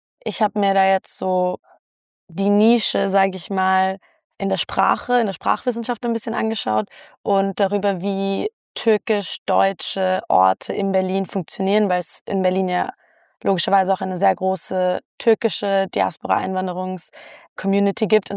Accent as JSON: {"language": "German", "region": "Vienna", "country": "Austria", "lives_now": "Germany", "said": "Und hier, wenn ich sage, ich komme aus Wien, die Leute drehen durch."}